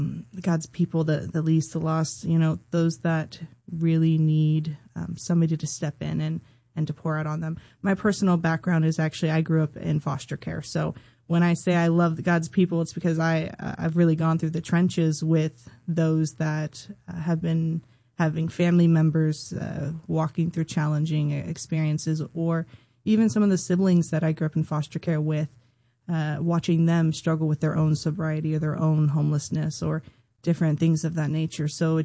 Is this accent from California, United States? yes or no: yes; Santa Rosa, California, United States; moved away as an adult; now in Sacramento, United States; I am born and raised from Sonoma County. I grew up in Santa Rosa predominantly, and so coming out here to Sacramento, I just felt like God was calling me out here. And so now, obviously, I've been here about a year.